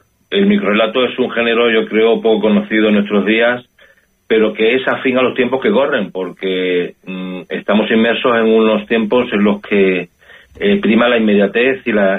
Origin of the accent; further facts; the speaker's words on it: Ceuta, Spain; textos sobre temáticas que nos afectan directamente a los que somos de Ceuta, como el tema de la inmigración